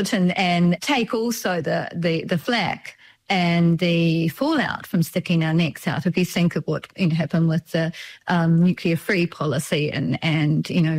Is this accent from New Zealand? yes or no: yes; New Zealand; for me as a New Zealander